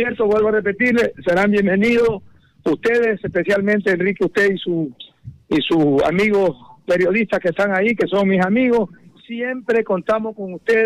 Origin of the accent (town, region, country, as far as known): Ecuador